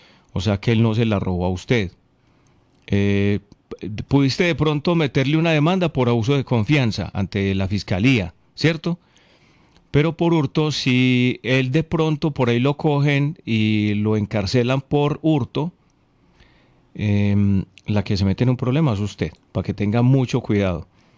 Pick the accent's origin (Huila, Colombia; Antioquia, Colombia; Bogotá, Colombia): Antioquia, Colombia; Concordia; Fercho, te cuento, yo soy de Concordia y también conocí a Carlos Adolfo